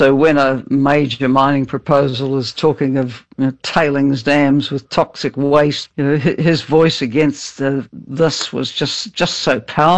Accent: New Zealand; as a New Zealander

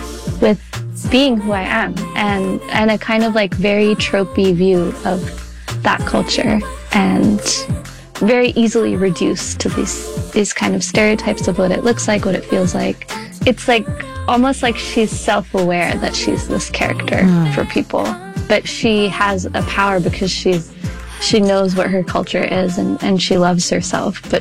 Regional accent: India; I love being an Indian woman, and I love like sharing that part of my culture.

